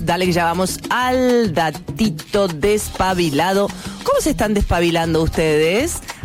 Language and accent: Spanish; Argentina; Yo soy una madre argentina.